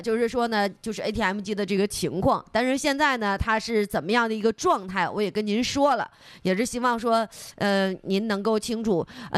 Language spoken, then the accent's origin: Chinese; Northeast China, China; 咱们东北这边